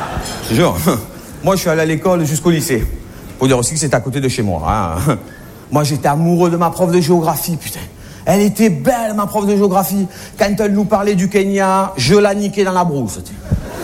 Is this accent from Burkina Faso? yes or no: no; France; on leur a dit, oui, on va vous faire la cuisine, on est français, vous inquiétez pas, laissez-nous faire